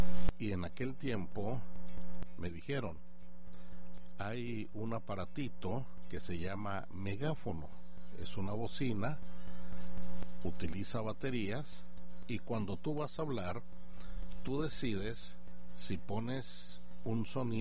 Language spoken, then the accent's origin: Spanish; Chihuahua, Mexico; Yo estaba en la ciudad de Chihuahua, de donde soy originario. En ese tiempo tenía 17 años y recién había conocido al Señor